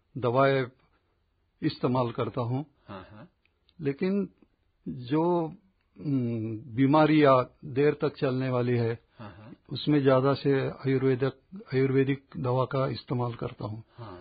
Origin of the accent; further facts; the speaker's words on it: Pune, Maharashtra, India; now in Murud, India; मैं पहले पूना से रहने वाला हूँ। मेरा शिक्षण भी पूना में हुआ, व्यवसाय की वजह से मैं मुरुड में आया था।